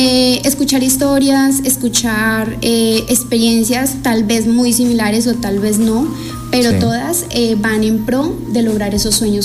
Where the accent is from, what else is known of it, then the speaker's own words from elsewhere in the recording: Líbano, Tolima, Colombia; born there; Soy nacida en el Líbano, Tolima, pero pues digamos que por diferentes circunstancias de la vida tuve que emigrar a diferentes zonas